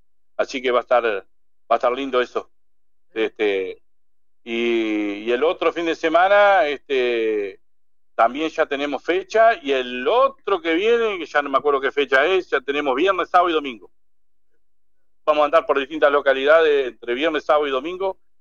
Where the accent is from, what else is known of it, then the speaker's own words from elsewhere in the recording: Diamante, Entre Ríos, Argentina; yo soy de Diamante.